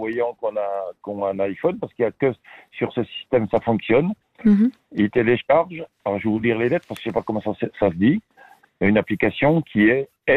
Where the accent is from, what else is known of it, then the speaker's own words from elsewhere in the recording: Marseille, Provence-Alpes-Côte d'Azur, France; Moi, j'ai vu ça quand j'étais enfant, quand j'étais à Marseille.